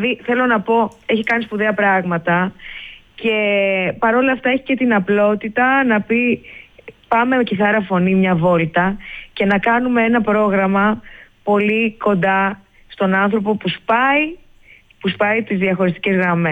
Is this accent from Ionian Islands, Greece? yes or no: no; Ikaria, North Aegean, Greece; Θα πούμε, γιατί έτσι είμαι και εγώ από την Ικαρία, είναι και ο Μανώλης από την Κρήτη.